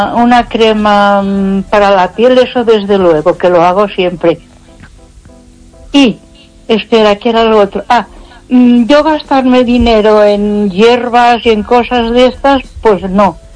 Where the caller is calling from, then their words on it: Ponferrada, Castile and León, Spain; de Ponferrada.